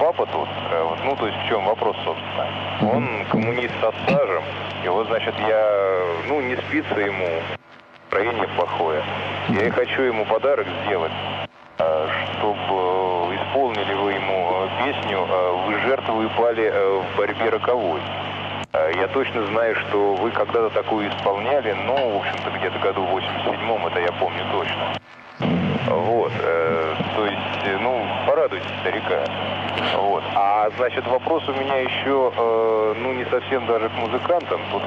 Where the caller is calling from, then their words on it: Volgograd, Volgograd Oblast, Russia; Я, значит, из Волгограда, вот, нас тут подключили...